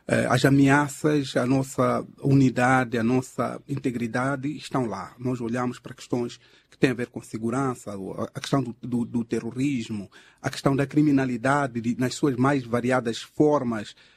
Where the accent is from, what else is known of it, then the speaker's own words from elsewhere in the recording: Mozambique; temos que estar todos cientes que somos Moçambique e termos aquilo que são os elementos que nos unem como moçambicanos e que não temos outra terra, outro território, senão este.